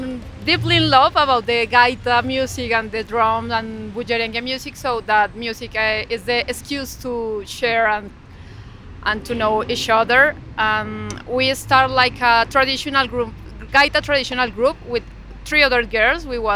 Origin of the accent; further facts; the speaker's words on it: Bogotá, Colombia; We are from Bogota. Bogota is a really punk and rocker city